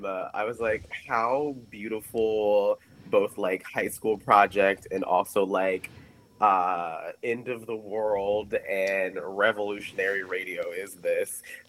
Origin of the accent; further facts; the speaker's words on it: the South, United States; as an American in the Southern tradition